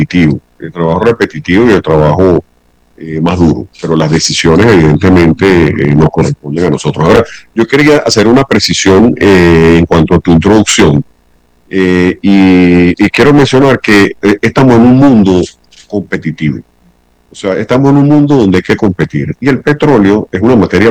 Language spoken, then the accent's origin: Spanish; Venezuela; nosotros como venezolanos